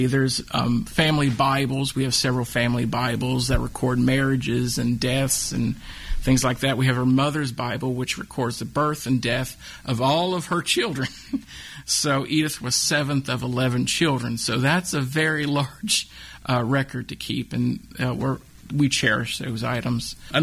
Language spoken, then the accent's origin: English; Wytheville, Virginia, United States; Okay, well, I grew up here in Withville, so I'm a local citizen, obviously, growing up here.